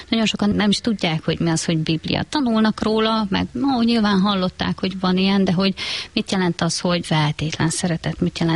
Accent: Zakarpattia Oblast, Ukraine; now in Balassagyarmat, Hungary; Mi Kárpátaljáról származunk. 2022. február 24-én jöttünk át a határon. Balassagyarmattól nem messze, de Becsényben lakik a nővérem, ő fogadott be minket.

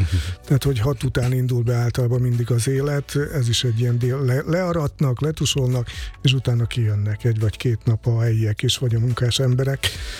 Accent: Kishegyes, Vojvodina, Serbia; és értem szerint innen származom, Kishegyesről, és akkor meghívom őket, hogy gyertek el.

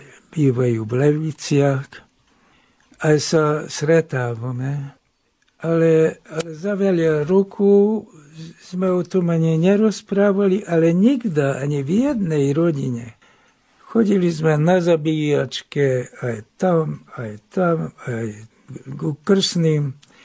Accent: Szarvas, Békés, Hungary; Tak som jej to povedal, že som Sarvašan.

